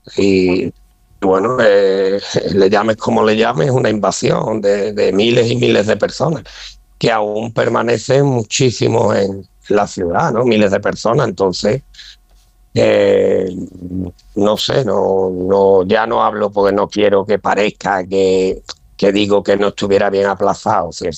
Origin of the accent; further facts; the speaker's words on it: Seville, Andalusia, Spain; now in Ceuta, Spain; lo dice alguien que no, no ha nacido en Ceuta, ¿eh? Soy un sevillano, pero desde que llegué me di cuenta de muchas de las circunstancias que tiene que luchar Ceuta